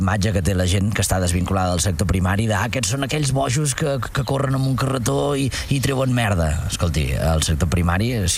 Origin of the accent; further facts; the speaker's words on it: Catalonia, Spain; la meva xicota del sector primari, som catalans